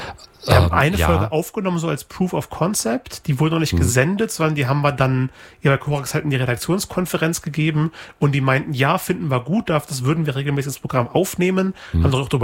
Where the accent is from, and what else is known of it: Braunschweig, Lower Saxony, Germany; born or raised there; now in Leipzig, Germany